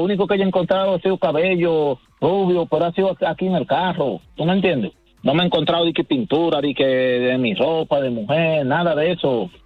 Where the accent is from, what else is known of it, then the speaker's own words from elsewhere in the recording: Dominican Republic; yo estoy haciendo una casita allá en mi país, y cuando yo me voy allá a mi país, yo duro hasta un mes y medio allá